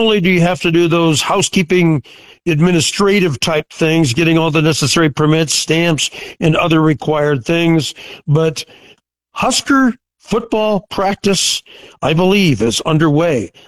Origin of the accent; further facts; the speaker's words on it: Gretna, Nebraska, United States; born there; being the old farm boy that I am from the Gretna area